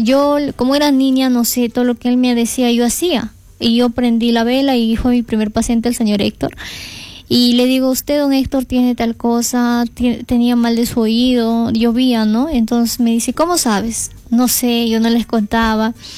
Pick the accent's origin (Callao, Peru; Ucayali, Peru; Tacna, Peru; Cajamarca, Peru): Cajamarca, Peru; soy de Cajamarca